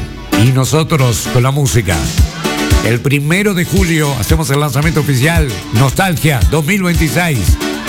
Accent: Uruguay

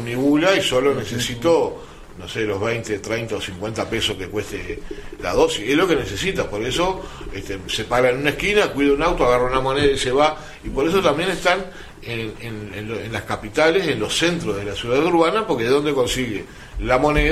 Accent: Uruguay; Uruguay... no es como algunos uruguayos creen que somos una cosa aparte en el mundo.

